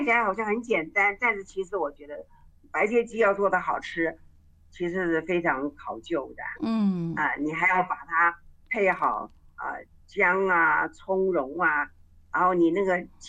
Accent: Taiwan; 就像我们台湾人吃的这个那个什么，仙草，

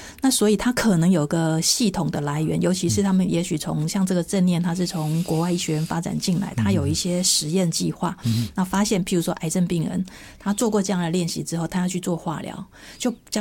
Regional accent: Taiwan

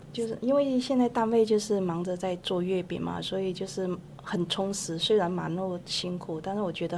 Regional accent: Nanning, Guangxi, China; moved away as an adult; now in Taiwan; 我是来自那个大陆广西南宁

